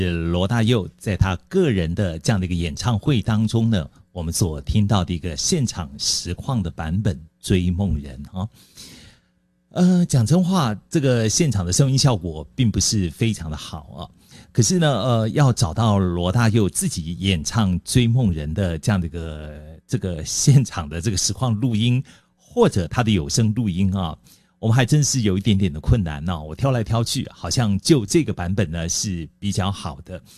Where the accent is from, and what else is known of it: Taiwan